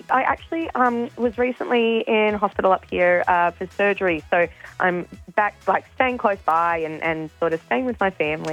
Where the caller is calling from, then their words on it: Sydney, New South Wales, Australia; I'm from the Northern Beaches. I'm not there this morning. I'm staying up in beautiful Redhead, actually, in Newcastle.